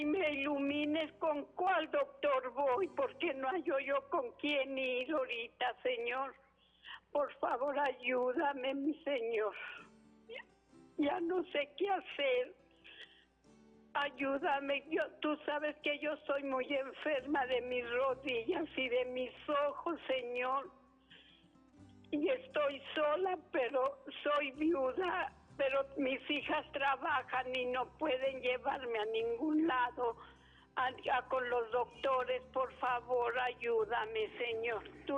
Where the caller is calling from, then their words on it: Aguascalientes, Mexico; De Aguascalientes.